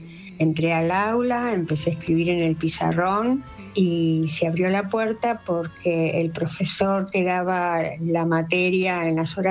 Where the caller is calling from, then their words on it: Buenos Aires, Argentina; de Recoleta.